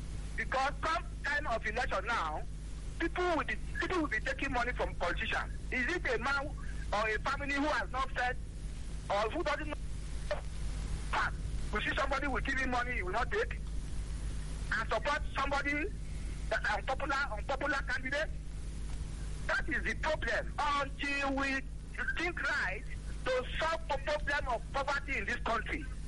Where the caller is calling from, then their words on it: Jos, Plateau, Nigeria; calling from Jos.